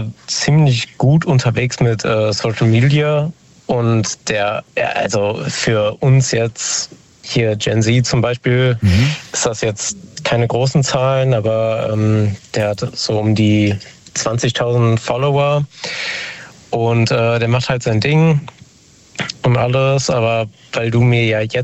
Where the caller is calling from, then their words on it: Montabaur, Rhineland-Palatinate, Germany; Aus der Ecke Hessen, aus Montabaur ungefähr.